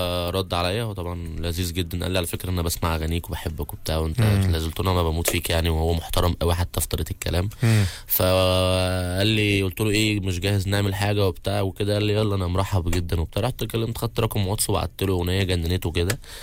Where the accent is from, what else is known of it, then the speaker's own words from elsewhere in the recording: Upper Egypt, Egypt; انا في الاخر اصلا من الصعيد